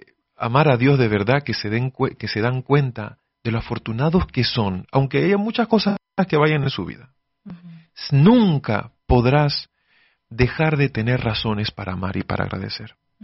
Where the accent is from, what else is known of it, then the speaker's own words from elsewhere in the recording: Venezuela; Vengo yo de, soy de venezolano, tengo familia en Venezuela